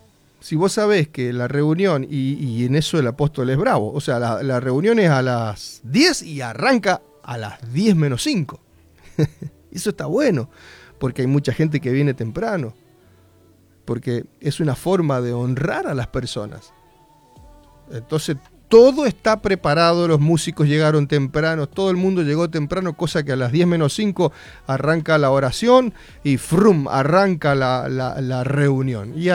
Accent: Argentina; La maldita cultura que nos identifica como argentinos.

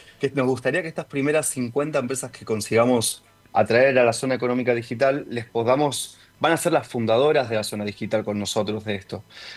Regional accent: Mendoza, Argentina; Eso es lo más emocionante que nos puede pasar como mendocinos, tanto a Mili como a mí.

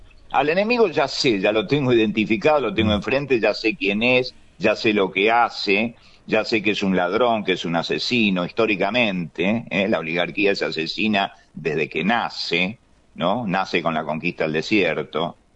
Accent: Argentina

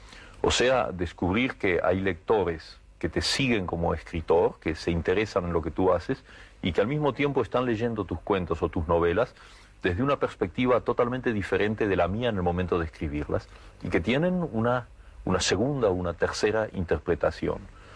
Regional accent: Argentina; mi reacción como argentino

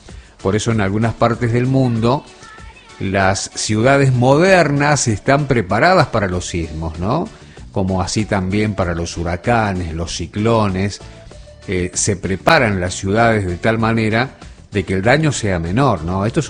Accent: Argentina; desde aquí nuestro abrazo fraterno como argentinos

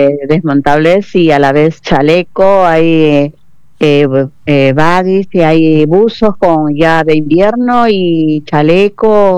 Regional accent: Peru; now in Argentina; Ay, yo soy peruana.

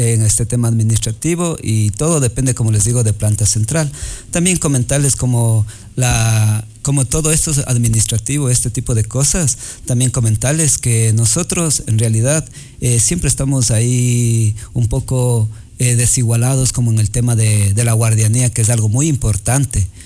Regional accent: Ecuador; nosotros somos el ombligo del Ecuador

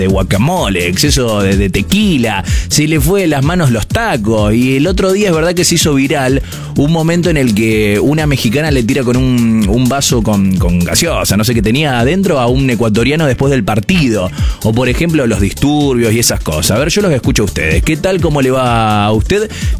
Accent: Argentina; yo como argentino me agarro la duda.

